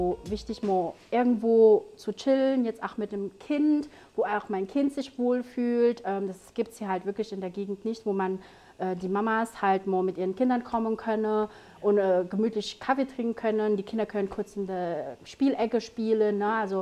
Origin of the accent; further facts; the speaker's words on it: Philippines; Kommt aus meiner Heimat, aus den Philippinen.